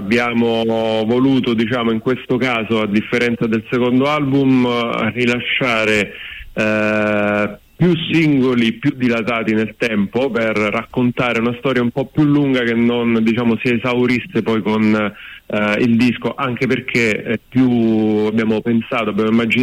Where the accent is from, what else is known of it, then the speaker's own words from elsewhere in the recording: Sicily, Italy; moved away as an adult; now in Rome, Italy; io in realtà sono l'unico fuori sede del gruppo perché sono siciliano